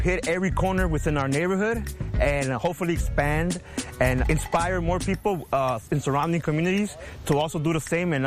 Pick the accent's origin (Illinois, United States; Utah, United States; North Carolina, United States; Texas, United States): Illinois, United States; Chicago; I'm from Chicago's Back of the Yards neighborhood.